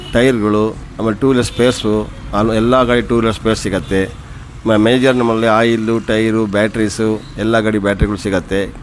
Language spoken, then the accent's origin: Kannada; Shivamogga, Karnataka, India; ನಾವು ಹುಟ್ಟಿದ್ದಿಲ್ಲ ಶಿವಮೊಗ್ಗದಲ್ಲೇ, ಇಲ್ಲ ದುರ್ಗಿಗುಡಿಯಲ್ಲಿ. ನಾನು ಹೈಸ್ಕೂಲು, ಮಿಡ್ಲ್ ಸ್ಕೂಲ್ ಎಲ್ಲ ಶಿವಮೊಗ್ಗ ನ್ಯಾಷನಲ್ ಸ್ಕೂಲಲ್ಲಿ ಓದಿದ್ದು. ನಾನು ಡಿಪ್ಲೊಮಾ ಮಾಡಿದ್ದು ದಾವಣಗೆರೆ ಬಾಪೂಜಿಯಲ್ಲಿ. 96 ಔಟ್ಬಿಟ್ಟು 97 ಶಿವಮೊಗ್ಗದಲ್ಲಿ ಆಟೋಮೊಬೈಲ್ಸ್ ಮಾಡಿದೆ. ಈ 28 ಇಯರ್ಸ್ ಇಲ್ಲಿ ಆಟೋಮೊಬೈಲ್ಸ್ ಅಲ್ಲೇ ಫೀಲ್ಡಲ್ಲಿ ಇದ್ದೀನಿ.